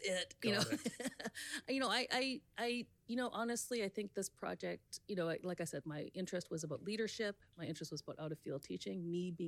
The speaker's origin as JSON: {"language": "English", "region": "British Columbia", "country": "Canada", "said": "even though I'm from British Columbia. Like, you know, I've always been by the ocean, and now being here in the central interior"}